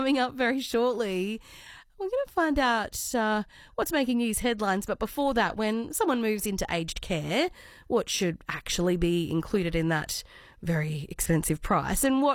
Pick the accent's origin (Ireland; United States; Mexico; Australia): Australia; It's part of our growing up as an Aussie kid.